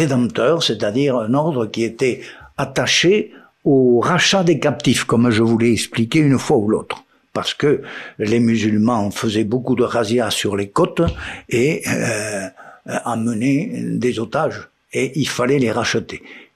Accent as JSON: {"language": "French", "region": "Nouvelle-Aquitaine", "country": "France", "said": "Chez nous, dans le Limousin, un disciple du grand Saint-Éloi, qui est devenu lui-même orfèvre, Saint-Théo"}